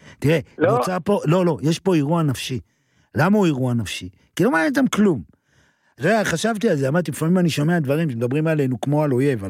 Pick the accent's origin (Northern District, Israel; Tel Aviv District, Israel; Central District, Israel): Central District, Israel; Modiin; לא רק עם דתיים, אפילו שאני בא מהבית הזה, אני בא ממודיעין. זאת עיר שיש בה רוב חילוני